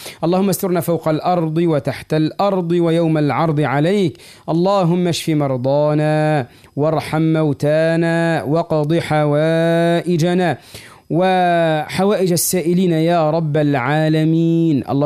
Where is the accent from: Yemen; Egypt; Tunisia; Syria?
Tunisia